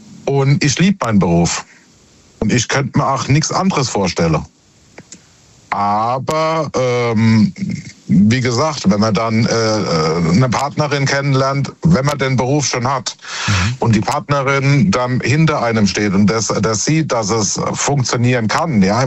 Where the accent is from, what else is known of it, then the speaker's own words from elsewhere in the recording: Worms, Rhineland-Palatinate, Germany; Ich bin aus Worms.